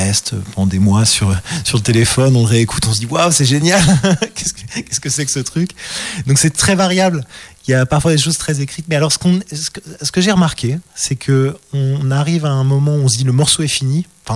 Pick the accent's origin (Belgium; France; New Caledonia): Belgium; Brussels, Brussels-Capital Region; J'ai grandi à Bruxelles.